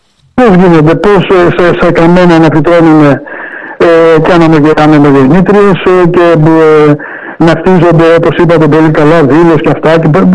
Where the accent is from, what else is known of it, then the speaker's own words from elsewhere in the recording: Kallithea, Attica, Greece; born there; also born or lived in Tripoli, Arcadia; εγώ γεννήθηκα στην Καλυθέα, Αθηνών.